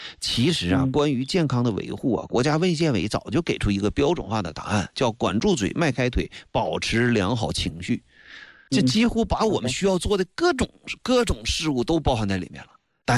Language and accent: Chinese; China; 我们中国人